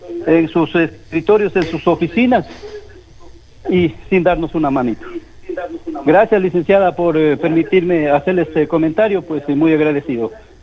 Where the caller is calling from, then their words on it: Loja, Ecuador; soy morador del Plateado.